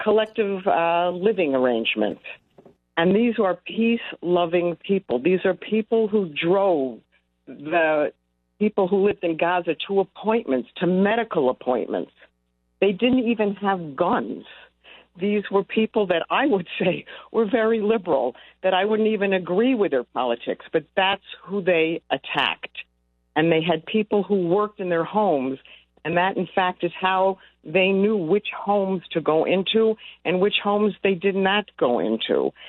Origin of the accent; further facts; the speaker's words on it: United States; I mean, I was born and raised in the States, so I am far from a military person.